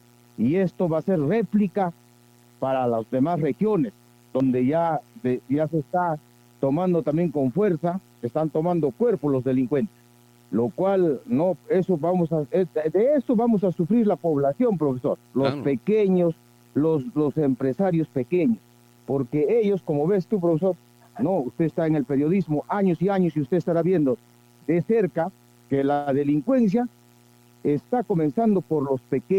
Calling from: Peru; Como peruanos

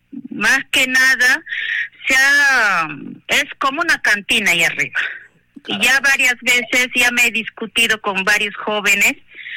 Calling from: Iruaca, Peru; que llamo de acá, yo vivo en Iruaca

